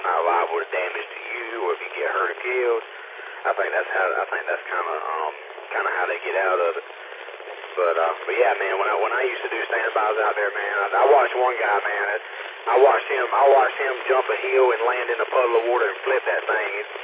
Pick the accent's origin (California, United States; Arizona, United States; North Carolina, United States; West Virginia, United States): North Carolina, United States; Goldsboro; That's where I was raised up at. I was born and raised in Goldsboro, and Pineville, Nahana area, really, but just north of Goldsboro. That's where I'm from.